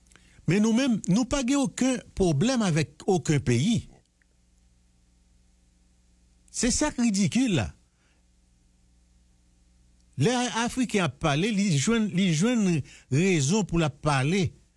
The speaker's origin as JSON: {"language": "French", "country": "Haiti", "said": "Nous gagnons en tant qu'haïtien, en tant que natif natal."}